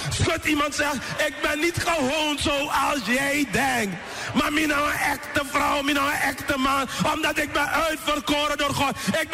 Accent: Suriname; En ik als Surinamer tussen die Amerikanen daar, ik denk, hoe ga ik dat doen?

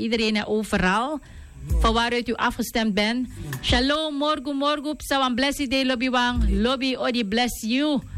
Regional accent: Charlesburg, Paramaribo, Suriname; Ja, Charlesburg is al sinds 3:30 wakker. Want ik kom ook van Charlesburg, maar wel nieuw Charlesburg.

